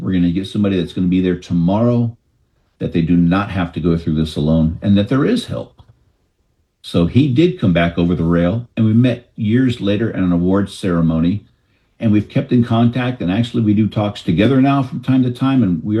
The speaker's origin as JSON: {"language": "English", "area": "Marin County", "region": "California", "country": "United States", "tie": "born or raised there", "said": "I grew up in Marin County, which connects to San Francisco via that Golden Gate Bridge."}